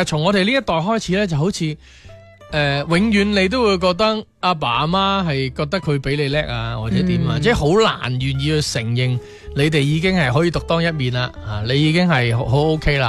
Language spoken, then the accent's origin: Cantonese; China; 有时我觉得我们中国人有时这种的亲子关系呢